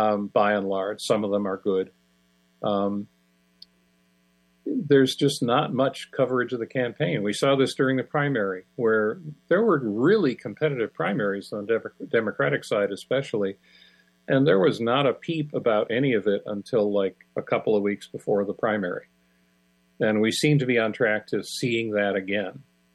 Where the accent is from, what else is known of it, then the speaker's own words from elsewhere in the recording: Michigan, United States; moved away; I recently visited my home state of Michigan for a few days